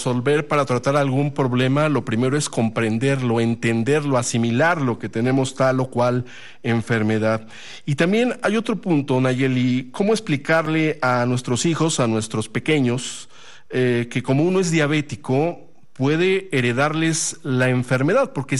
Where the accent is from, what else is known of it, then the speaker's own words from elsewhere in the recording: Mexico; los mexicanos, por cuestión genética, somos más propensos a la diabetes, ¿no? Nuestra carga de genética indígena, ¿no? Tal vez española también